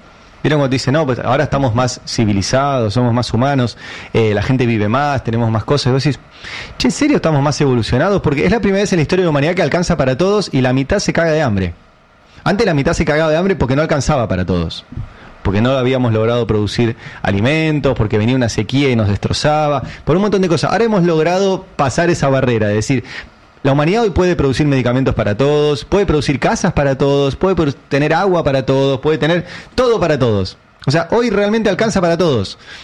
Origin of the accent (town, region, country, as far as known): Argentina